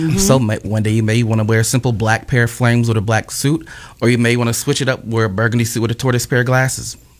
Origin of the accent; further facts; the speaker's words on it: Joliet, Illinois, United States; also born or lived in East Coast; So I went to school out in Joliet. That's where I'm from, but I'm born on the East Coast, raised as a military